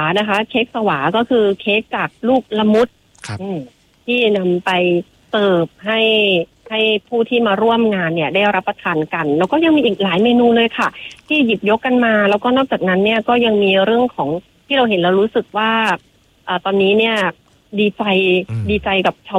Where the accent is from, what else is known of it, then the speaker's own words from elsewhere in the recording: Krasae Sin, Songkhla, Thailand; ดิฉันเป็นเด็กกระแสสินค่ะเป ็ นคนกระแสสิน